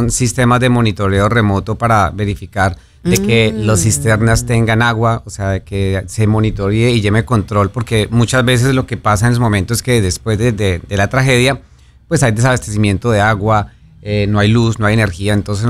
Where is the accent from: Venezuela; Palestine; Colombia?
Colombia; Muchas gracias por la invitación. Venimos de Colombia, aguantando un poco de calor.